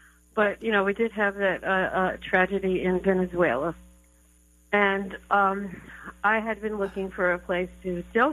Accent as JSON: {"language": "English", "town": "New York City", "region": "New York", "country": "United States", "said": "I'm an animal rescuer from way back, from Brooklyn, New York."}